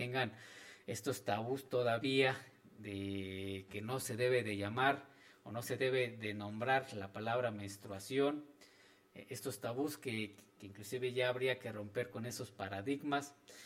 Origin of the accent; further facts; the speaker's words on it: Mexico; ha enriquecido al español que nosotros como mexicanos hablamos.